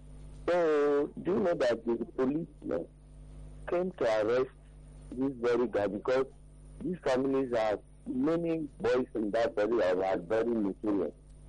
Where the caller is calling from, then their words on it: Ayobo, Lagos, Nigeria; Welcome. I'm calling from Ayobo.